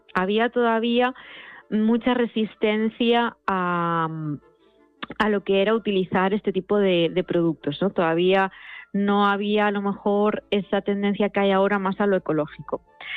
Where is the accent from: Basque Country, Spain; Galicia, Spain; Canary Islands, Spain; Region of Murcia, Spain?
Galicia, Spain; yo soy de Galicia y estamos muy ligados al mar